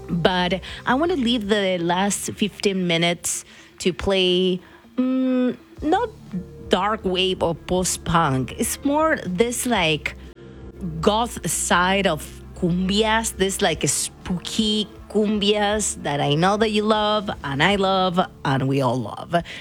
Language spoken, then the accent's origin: English; Argentina; born or raised there; moved away